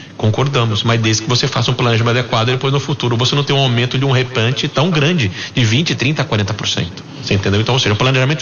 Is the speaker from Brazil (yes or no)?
yes; Campinas, São Paulo, Brazil; É a nossa empresa, nós somos campineiros, com muito orgulho, eu sou campineiro.